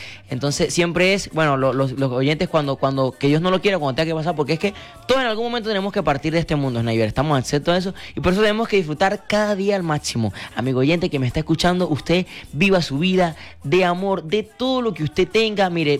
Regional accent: Venezuela

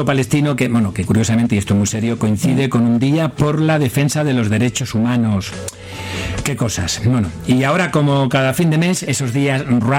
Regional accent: Extremadura, Spain; las eras de mi pueblo extremeño

